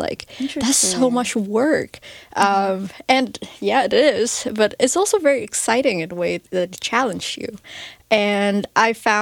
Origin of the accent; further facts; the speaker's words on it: Vietnam; moved away; I grew up in Vietnam